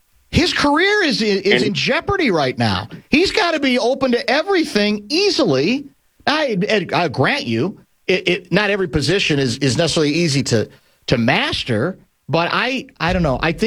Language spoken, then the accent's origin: English; Gary, Indiana, United States; I grew up, you know, I was born in Gary. I've seen basketball games at Hammond High, for God's sake.